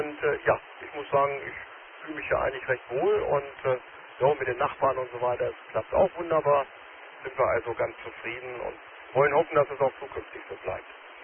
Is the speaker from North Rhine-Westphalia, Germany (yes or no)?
no; Hanover, Lower Saxony, Germany; moved away as an adult; also born or lived in Wiesbaden; now in Rhineland, Germany; Ich komme gebürtig aus Hannover, komme so ungefähr 3 Kilometer südlich vom Stein oder Meer weg. Und da ist es natürlich auch eher grün.